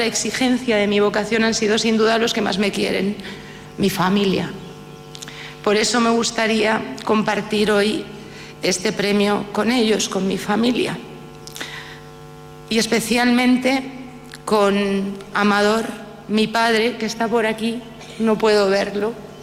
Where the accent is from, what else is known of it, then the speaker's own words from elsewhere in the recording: La Rioja, Spain; por recibir hoy el abrazo inmenso de mi tierra, La Rioja, en forma de reconocimiento